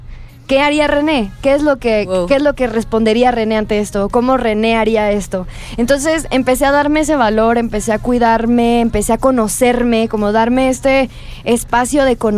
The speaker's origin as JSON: {"language": "Spanish", "town": "Monterrey", "region": "Nuevo León", "country": "Mexico", "moved": "as an adult", "lives_now": "Mexico City, Mexico", "said": "Yo soy de Monterrey."}